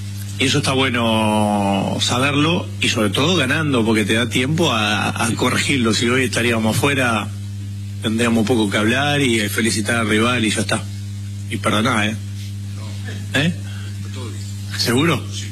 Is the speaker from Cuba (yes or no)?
no; Argentina; Yo lo que digo, primero, nosotros somos Argentina. ¿Qué significa ser Argentina?